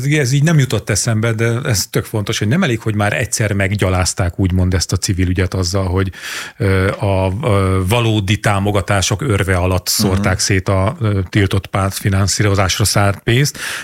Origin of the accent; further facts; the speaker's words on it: Sátoraljaújhely, Borsod-Abaúj-Zemplén, Hungary; moved away; az én kis fatornyos kis szülővárosomnak a Facebook csoportjára